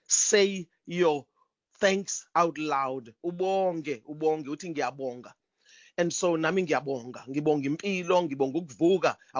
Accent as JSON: {"language": "English", "country": "South Africa", "first_language": "Zulu", "second_language": "English", "said": "And if I say it in my mother tongue, singalboni ikusasa eliqhakazile emehlweni ezingane zethu, okuningi esikwenza namuhla kuyizeleze."}